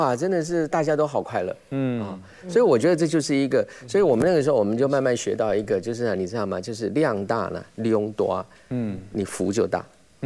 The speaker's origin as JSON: {"language": "Chinese", "town": "Yuanlin", "region": "Changhua County", "country": "Taiwan", "tie": "born or raised there", "said": "我小时候是在彰化长大"}